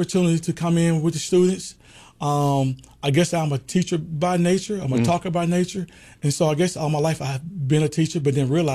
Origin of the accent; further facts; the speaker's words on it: Birmingham, Alabama, United States; Well, first of all, I'd like to tell you, I'm from Birmingham, Alabama.